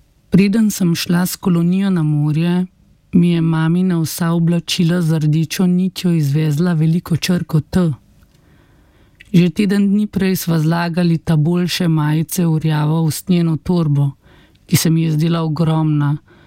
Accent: Upper Carniola, Slovenia; Ampak mi, ko smo bili otroci, jaz sem iz Gorenjske, smo hodili v Lesce

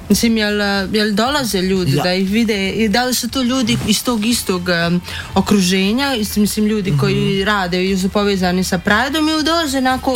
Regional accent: Lukavac, Federation of Bosnia and Herzegovina, Bosnia & Herzegovina; Mislim, ja sam iz Lukavca pored Tuzle i u Tuzli opet postoji neka mala scenica

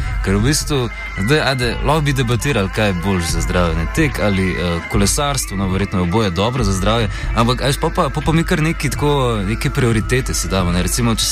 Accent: Ljubljana, Central Slovenia, Slovenia; ker sem iz Ljubljana

